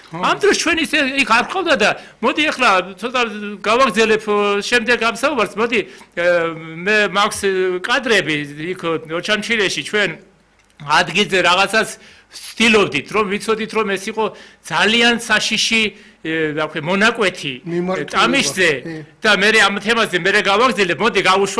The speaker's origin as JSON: {"language": "Georgian", "region": "Western Georgia", "country": "Georgia", "said": "მე თვითონ დასავლეთიდან ვარ"}